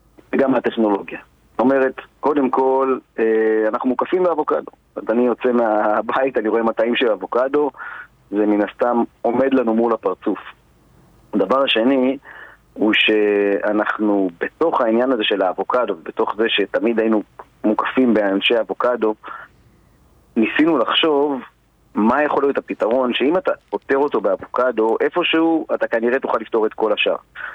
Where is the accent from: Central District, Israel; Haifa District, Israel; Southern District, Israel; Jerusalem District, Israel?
Southern District, Israel; Mishmar HaNegev; אני גדלתי בקיבוץ משמר הנגב, גדלתי בתוך חקלאות, עבדתי הרבה שנים בחקלאות